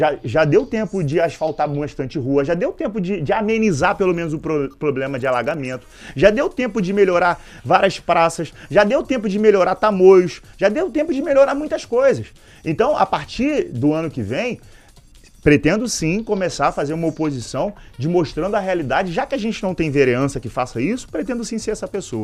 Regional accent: Rio de Janeiro, Brazil; sou nascido e criado ali no Parque Burle.

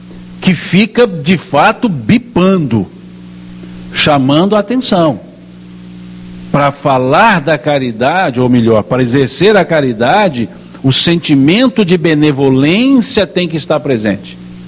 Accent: São Gotardo, Minas Gerais, Brazil; born there; cidade onde eu nasci, uma megalópole não tão longe daqui, chamada São Gotardo, né? Deve ter aí, contando comigo, uns 30 mil habitantes, 35, uma grande cidade

